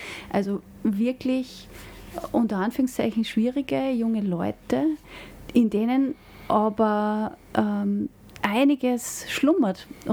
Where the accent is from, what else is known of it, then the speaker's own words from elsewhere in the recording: Ebensee, Upper Austria, Austria; Ich bin aus Ebensee, ich bin aus der Gegend